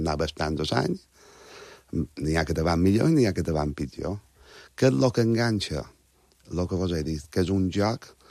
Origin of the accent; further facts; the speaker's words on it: Montuïri, Balearic Islands, Spain; un joc tradicional que tenim al meu poble, que és Montuïri